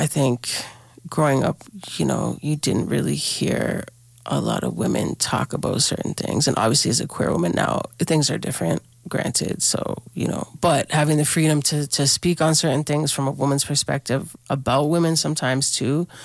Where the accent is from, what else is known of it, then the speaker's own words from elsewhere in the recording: Toronto, Ontario, Canada; growing up in Toronto, we obviously, you know, grow up listening to certain things and influences.